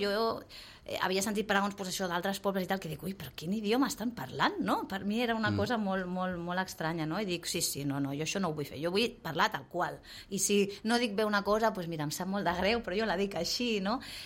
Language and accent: Catalan; Sitges, Catalonia, Spain; De, vale, sí, em coneixeu i tal, soc de Sitges, tal